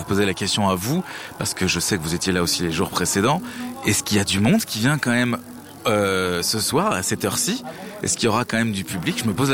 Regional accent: Auvergne-Rhône-Alpes, France; born there; moved away; quand j'étais adolescent, que j'habitais en Haute-Savoie

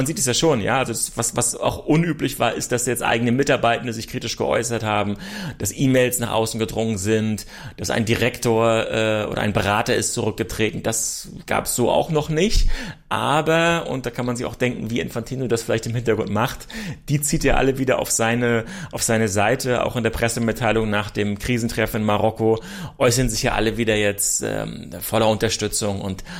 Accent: Germany

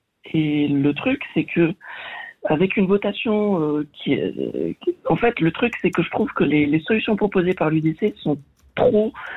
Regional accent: France; Parce que, alors, on me dit en tant que Français, c'est bête, tu devrais être frontalier ou autre.

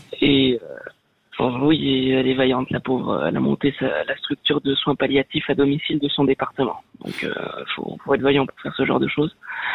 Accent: France; Moi, je suis de nationalité française, je suis français

